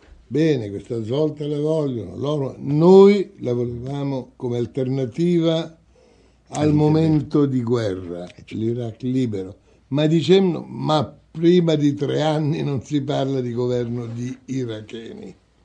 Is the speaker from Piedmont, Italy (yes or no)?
no; Lazio, Italy; io sono del Frusinante, Marco è abruzzese, più o meno il dialetto è lo stesso, no?